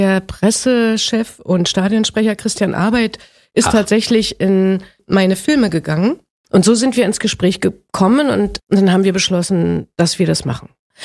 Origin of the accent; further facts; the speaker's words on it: Berlin, Germany; Ich komme aus der Gegend, für mich ist Union vertraut, für mich ist es Heimat.